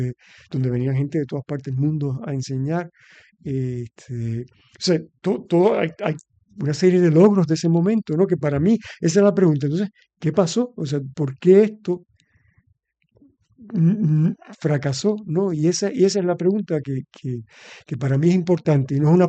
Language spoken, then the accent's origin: Spanish; Aguada, Puerto Rico; yo creciendo en Aguada